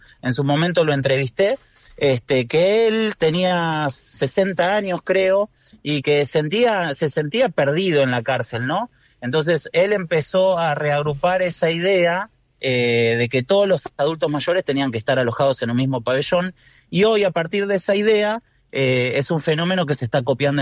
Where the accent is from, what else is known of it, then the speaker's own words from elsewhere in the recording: Buenos Aires, Argentina; yo soy del AMA y soy del barrio de toda la vida, entonces me crié con ese paisaje de la cárcel